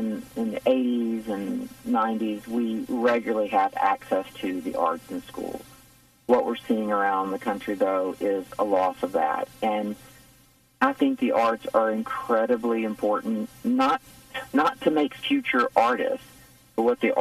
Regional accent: the South, United States; Growing up in the South, you know, I think we have a heightened awareness of people and relationships

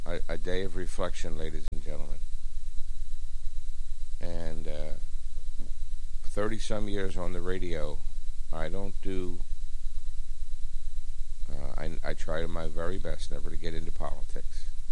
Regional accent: United States; I love this country. I fought for this country.

